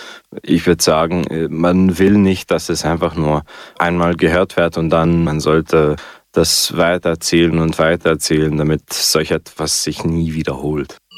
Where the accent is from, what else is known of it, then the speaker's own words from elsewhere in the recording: Slovenia; now in Klagenfurt, Austria; Ich bin aus Slowenien. Meine Familie ist direkt an der Grenze zu Kroatien